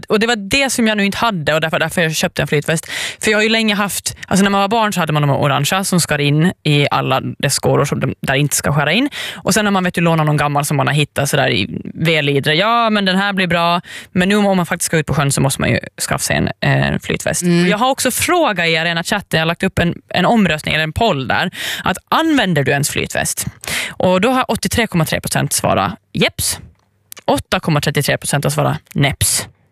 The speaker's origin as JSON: {"language": "Swedish", "region": "Åland", "country": "Åland Islands", "said": "Jag hade ju tänkt, för jag kommer ju från Åland."}